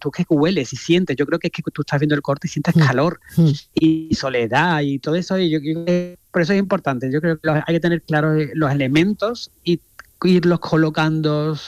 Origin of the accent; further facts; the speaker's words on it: Andalusia, Spain; yo soy una mezcla entre barroco, porque claro, soy andaluz